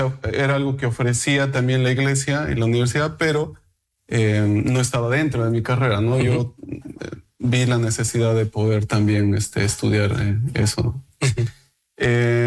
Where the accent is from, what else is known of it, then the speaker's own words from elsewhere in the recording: Peru; also born or lived in Mexico; Yo soy peruano, pero bueno, viajé a México en ese año y empecé a estudiar del 2011 hasta el 2015 en la universidad.